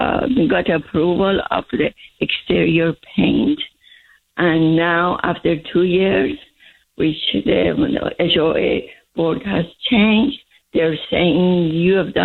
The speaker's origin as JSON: {"language": "English", "country": "Turkey", "lives_now": "United States"}